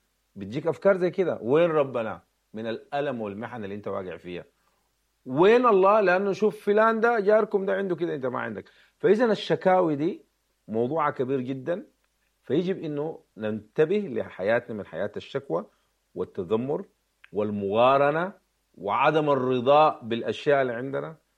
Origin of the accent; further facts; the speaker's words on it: Sudan; احنا كسودانيين